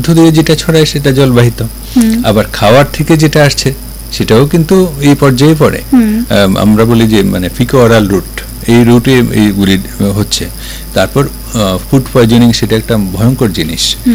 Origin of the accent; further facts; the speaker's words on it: Tripura, India; আমাদের ত্রিপুরাতে